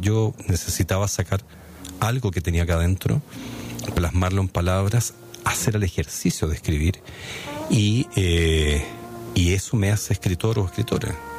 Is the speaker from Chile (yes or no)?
yes; Chile; moved away as an adult; now in Chapel Hill, United States; Nosotros somos chilenos, nos regresábamos a Chile.